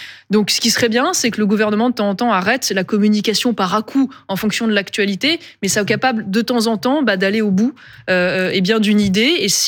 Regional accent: France; en fait, nous sommes des Européens, nous sommes des Français, et donc à ce titre, c'est d'abord en tant qu'Européens et Français qu'on doit raisonner.

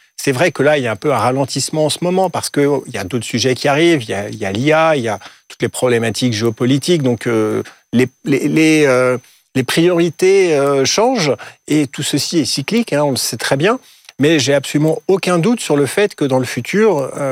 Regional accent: France

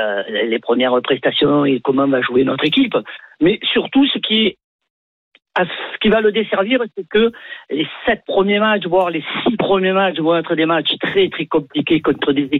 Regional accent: Marseille, Provence-Alpes-Côte d'Azur, France; connaissant Marseille depuis 65 ans, on va dire, puisque je suis natif de Marseille

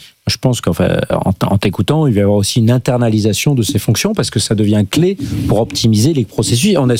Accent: France; chez nous en France

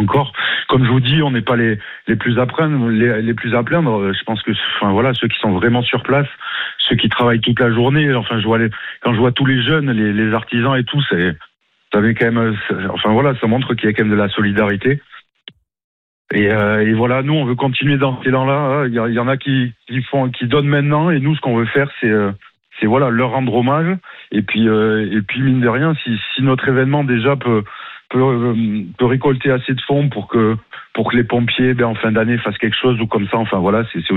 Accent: Nouvelle-Aquitaine, France; born there; en étant du coin même si nous on n'est pas touché directement là où je suis à Essine

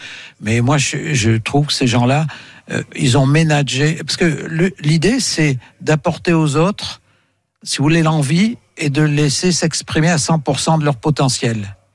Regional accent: France; Je suis français, c'est

